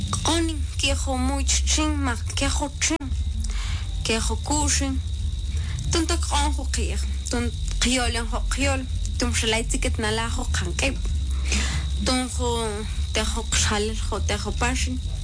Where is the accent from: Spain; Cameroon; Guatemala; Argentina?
Guatemala; Huitán, Quetzaltenango; en mi pueblo de Huitán, es un es un municipio que sigue viva su cultura y ojalá que nunca se pierda.